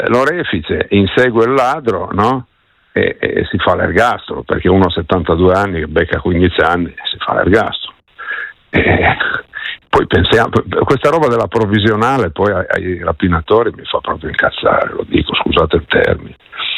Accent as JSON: {"language": "Italian", "town": "Turin", "region": "Piedmont", "country": "Italy", "tie": "born there", "said": "pensi che il quartiere dove sono nato, Borgo Vittoria a Torino"}